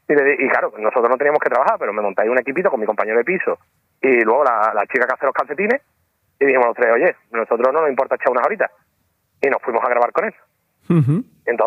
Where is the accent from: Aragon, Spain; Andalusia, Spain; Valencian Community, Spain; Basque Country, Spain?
Andalusia, Spain; Seville; somos sevillanos.